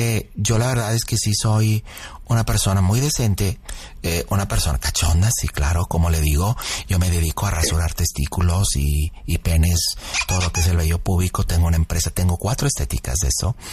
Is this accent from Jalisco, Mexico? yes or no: no; Sonoita, Sonora, Mexico; born there; yo tengo 26 años y yo nací en Sonoita. Ahí viví hasta los 4.